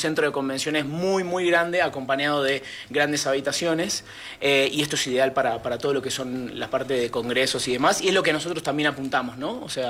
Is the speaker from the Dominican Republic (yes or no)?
no; Buenos Aires, Argentina; Soy argentino de Buenos Aires, tengo 33 años.